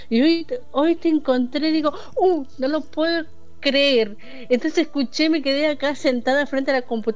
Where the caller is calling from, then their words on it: Buenos Aires, Argentina; te hablo desde aquí de Buenos Aires.